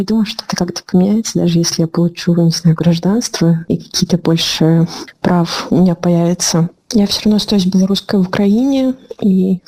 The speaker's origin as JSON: {"language": "Russian", "country": "Belarus", "also_born_or_lived": "Poland", "moved": "yes", "lives_now": "Ukraine", "said": "я белоруска"}